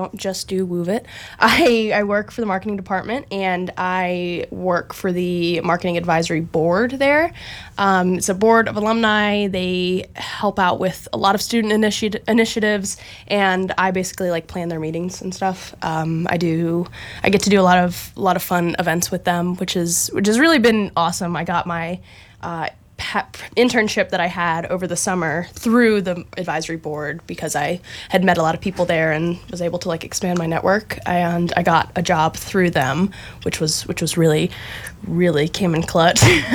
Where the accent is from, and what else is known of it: Harrisonburg, Virginia, United States; born or raised there; also born or lived in Mississippi